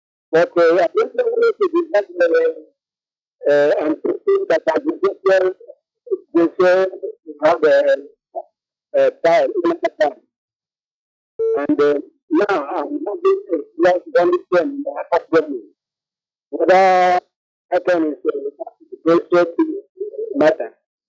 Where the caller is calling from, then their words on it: Nigeria; I'm calling from Nigeria